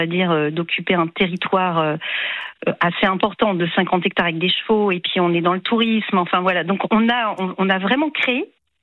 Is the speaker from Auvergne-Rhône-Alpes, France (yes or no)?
no; Grand Est, France; Alors, je suis vraiment originaire d'Alsace.